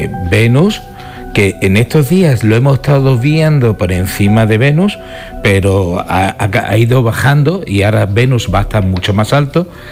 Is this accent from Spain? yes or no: yes; Melilla, Spain; No, que vengo de Melilla, que soy melillense.